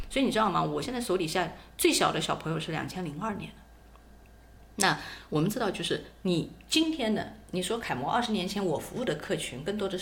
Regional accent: Jiangsu, China; 然后你知道我是江苏人

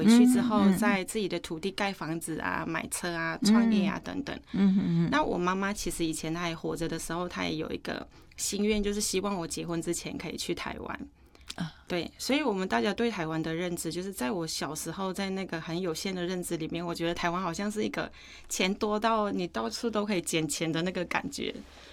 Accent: Thailand; now in Taiwan; 就是会比我们在泰国还要更加的追求的会更加的用力一点

